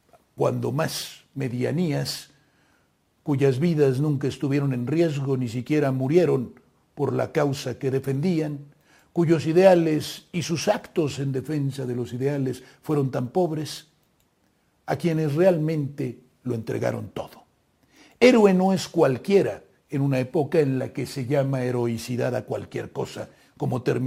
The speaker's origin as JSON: {"language": "Spanish", "country": "Mexico", "said": "Soy mexicano europeo y usted es mexicano asiático, ¿o qué?"}